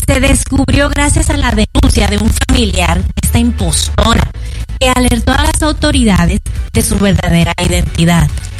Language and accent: Spanish; Monterrey, Nuevo León, Mexico; a mí me tocó ver en Monterrey, México, de donde yo soy, niñas chiquititas, pero grandotas, altotas.